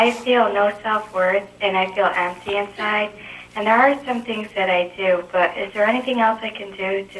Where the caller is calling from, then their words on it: Connecticut, United States; I'm from Connecticut.